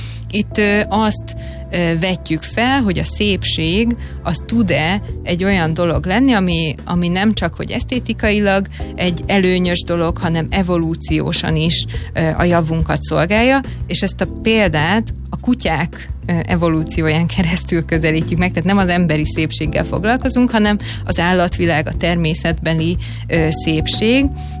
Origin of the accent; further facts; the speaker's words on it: Hungary; ott ilyen kis szégyenlős magyarként